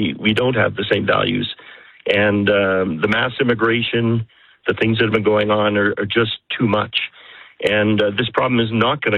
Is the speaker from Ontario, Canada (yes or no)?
no; Calgary, Alberta, Canada; born there; Yeah, I was born here in Calgary in Albertan. I'm about 60 years old and even used to hunt and trap up in the northern part of Alberta.